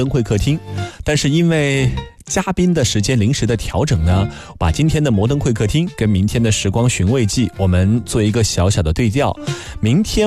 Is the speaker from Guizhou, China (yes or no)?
yes; Guizhou, China; now in Nanjing, China; 我们贵州人真的是非常爱吃米粉。